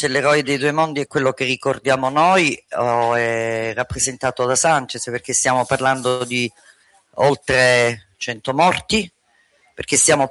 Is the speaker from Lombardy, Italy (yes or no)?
no; Calabria, Italy; dal mio accento non si capisce che arrivo dal profondo sud, che sono una calabrese